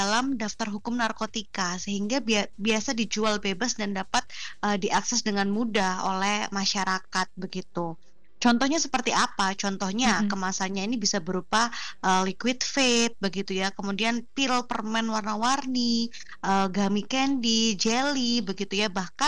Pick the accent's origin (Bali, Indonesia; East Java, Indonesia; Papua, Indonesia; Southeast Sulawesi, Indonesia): East Java, Indonesia; Malang; moved away as an adult; now in Malaka, Indonesia; Kalau saya sendiri asalnya dari Malang, dari Jawa Timur.